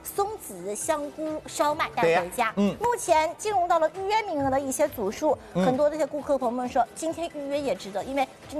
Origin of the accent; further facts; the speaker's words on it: Shanghai, China; 这阿拉上海人讲的就是，你好办到啥事体，帮你讲清爽，仔细讲清爽。